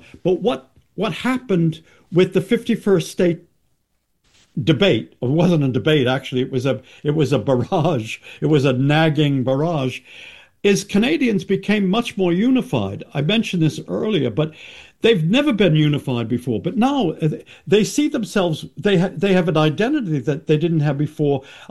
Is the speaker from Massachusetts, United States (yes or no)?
yes; Massachusetts, United States; I'm from Massachusetts. I'm a Yankee.